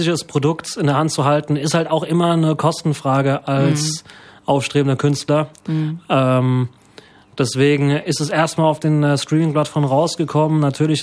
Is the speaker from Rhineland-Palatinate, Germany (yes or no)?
yes; Ludwigshafen, Rhineland-Palatinate, Germany; Genau, also ich komme aus Ludwigshafen